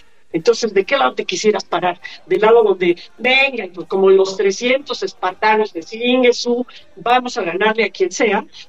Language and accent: Spanish; Mexico